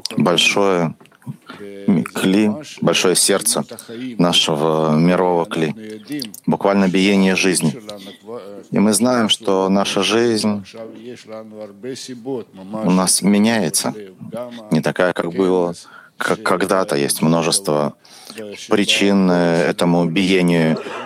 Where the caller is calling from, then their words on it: Petah Tikva, Central District, Israel; Мы 17-я десятка из Петахтыка.